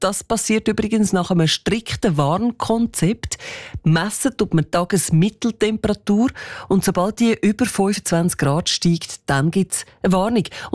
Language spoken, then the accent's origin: German; Switzerland; Und bei uns in der Schweiz gibt es so einen eigenen Begriff ja nicht.